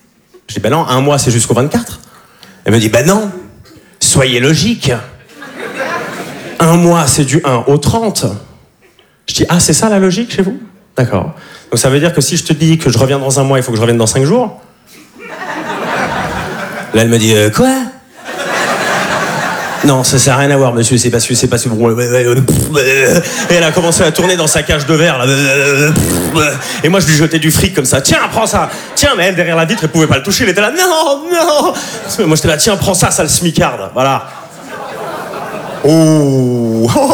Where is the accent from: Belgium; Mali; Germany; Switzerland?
Switzerland; now in Paris, France; Comme il a dit, je suis suisse, ça fait 2 ans que j'habite à Paris.